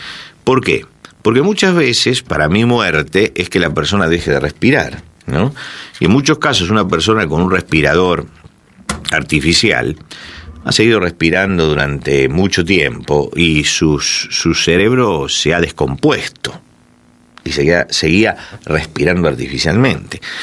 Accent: Argentina; Yo fui asesor en su momento, en mi país, Argentina

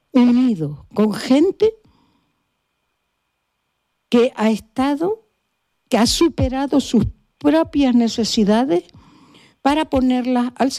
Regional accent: Canary Islands, Spain; como canarios y representando exactamente lo que el pueblo canario siempre ha sido

